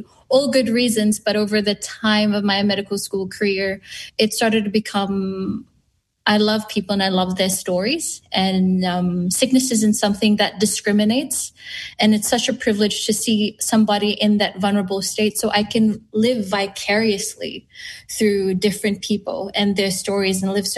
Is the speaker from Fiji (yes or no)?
yes; Nekorokoro, Eastern Division, Fiji; my Vasu link, I am from Nekorokoro in the Tikina of Sanima in Kandavu. So, Southern girl at heart, representing the North.